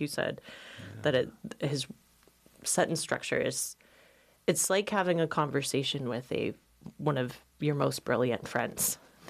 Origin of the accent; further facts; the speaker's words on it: Alaska, United States; I always identify myself first as an Alaskan.